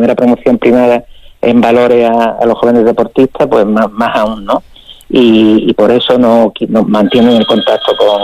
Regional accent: Melilla, Spain; yo soy de Melilla y he estado toda la vida aquí, menos el tiempo que estuve estudiando la carrera y un par de años que trabajé fuera, toda mi vida acá en Melilla

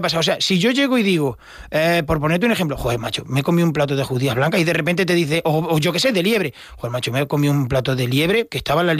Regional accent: El Puente del Arzobispo, Castilla-La Mancha, Spain; born or raised there

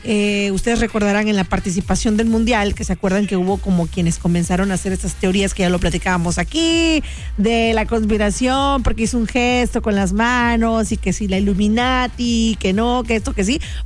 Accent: Mexico

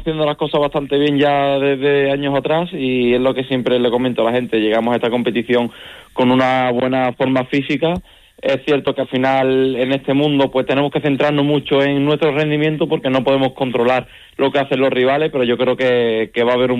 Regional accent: Seville, Andalusia, Spain; la selección española, casi más de la mitad del equipo, somos de aquí de Sevilla

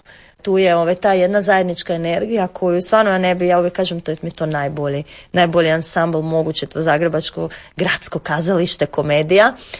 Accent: Osijek, Osijek-Baranja County, Croatia; i evo i Osijek, isto što bi se reklo. Mi nemamo taj izraz u hrvatskom jeziku, ali u engleskom postoji taj sjajan izraz hometown. To je zapravo bio moj dom.

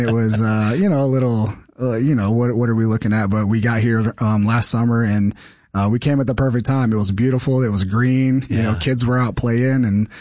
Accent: South Carolina, United States; moved away as an adult; now in Minnesota, United States; From there, we actually went down, to South Carolina. We, covered our hometown.

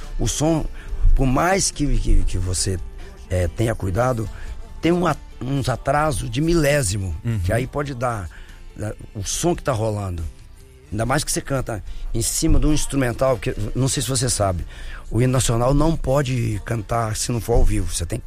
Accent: Brazil; a gente é brasileiro

